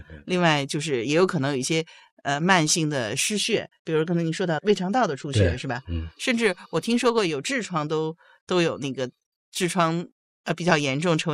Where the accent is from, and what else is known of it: China